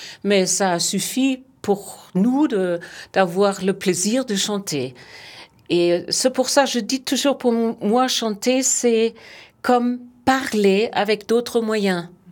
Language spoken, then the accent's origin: French; Würzburg, Bavaria, Germany; French is a second language; moved away as an adult; also born or lived in Mannheim / Dortmund / Hanover / Stuttgart; now in Munich, Germany; dans ma ville natale, Würzburg.